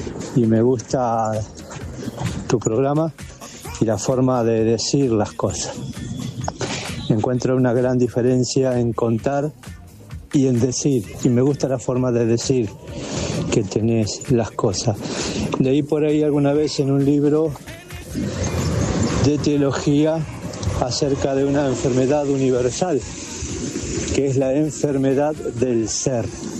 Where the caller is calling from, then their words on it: Berazategui, Buenos Aires Province, Argentina; de Berazategui.